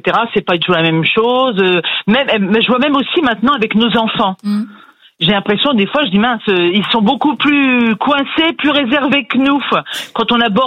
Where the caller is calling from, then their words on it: Grand Est, France; Je vous appelle de la Moselle.